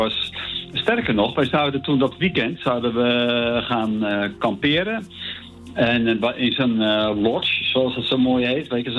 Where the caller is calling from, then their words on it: Voorhout, South Holland, Netherlands; Uit Voorhout.